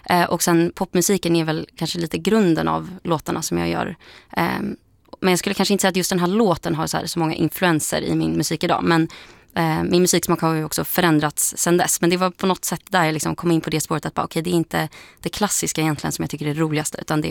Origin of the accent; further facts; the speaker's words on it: Brussels, Brussels-Capital Region, Belgium; Jag växte upp i Bryssel och där jag lyssnade inte på överdrivet mycket musik, men jag gick i kör